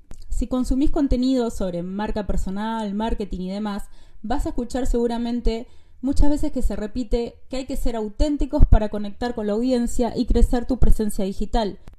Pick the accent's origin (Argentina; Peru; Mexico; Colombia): Argentina; argentina, y estoy muy contenta de compartir este espacio con vos, desde cualquier parte del mundo donde me estés escuchando.